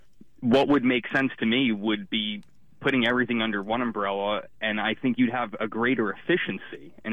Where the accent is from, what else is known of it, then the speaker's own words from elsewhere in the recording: New York City, New York, United States; moved away as an adult; now in Oregon, United States; I'm not a native Oregonian. I originally grew up in, I'm from New York City, and I've been living out here since 2012.